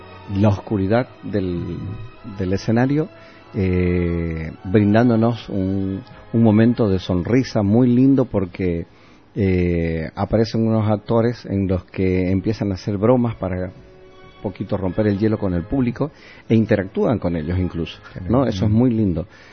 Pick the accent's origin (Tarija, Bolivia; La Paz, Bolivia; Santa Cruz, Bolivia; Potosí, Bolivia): Santa Cruz, Bolivia; Santa Cruz de la Sierra; el lema que nosotros tenemos como cruceño, es ley del cruceño, la hospitalidad.